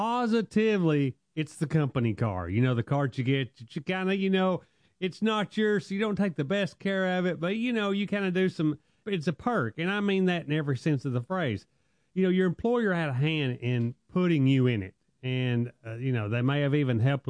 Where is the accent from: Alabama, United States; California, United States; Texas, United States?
Alabama, United States